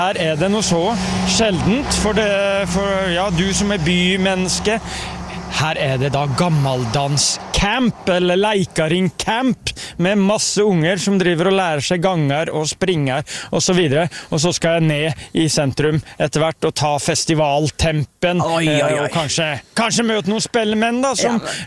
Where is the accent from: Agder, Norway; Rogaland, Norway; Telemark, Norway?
Telemark, Norway; Bø; Nei, jeg er nå fra Bø, da, og der vokste vi opp som vi vokste opp.